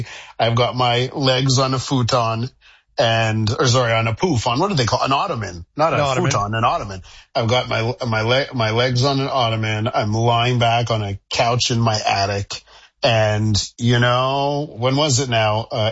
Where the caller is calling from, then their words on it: Quebec, Canada; Listen, you know, in Quebec, I come to you from Soviet Quebecistan, as you know.